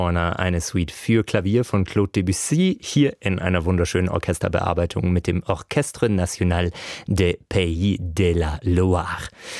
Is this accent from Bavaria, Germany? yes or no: yes; Fellheim, Bavaria, Germany; Die ehemalige Synagoge in Fellheim bei Memmingen, wo ich aufgewachsen bin.